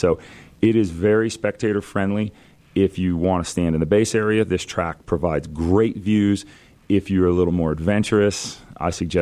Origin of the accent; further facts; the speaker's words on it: East Coast, United States; So locally, first of all, I'm from the East Coast, but we've moved a majority of our business to Utah.